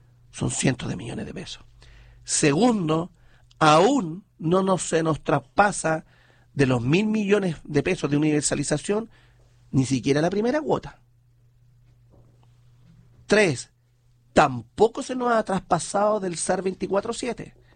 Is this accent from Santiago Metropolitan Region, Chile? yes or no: no; Linares, Maule, Chile; Los que somos de Linares sabemos que calle Sotomayor era de adoquín.